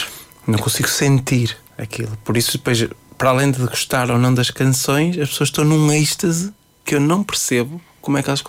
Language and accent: Portuguese; Fafe, Braga, Portugal; Sabes que eu sou de Faf. Faf já é perto de Vila Real. Já é quase Vila Real.